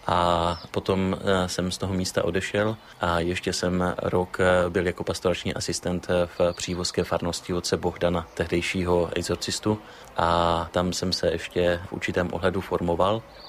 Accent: Ostrava, Moravian-Silesian Region, Czechia; also born or lived in Havířov; now in Zátor, Czechia; jsem z Ostravy Poruby. Sice první 2-3 roky jsme bydleli v Havířově, ale pak většinu života jsem strávil vlastně v Ostravě Porubě.

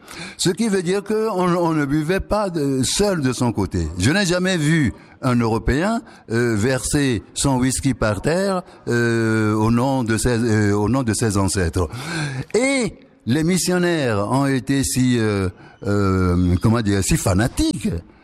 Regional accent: Togo; now in Greenland; Je n'ai jamais vu ça chez moi au Togo.

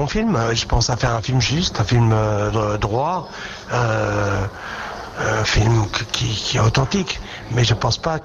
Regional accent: France; je suis français, j'habite en France, et la France c'est mon pays

